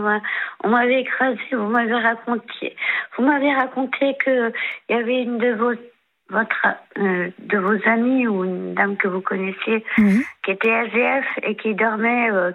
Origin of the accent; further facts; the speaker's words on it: Bourges, Centre-Val de Loire, France; now in Vierzon, France; je suis native de Bourges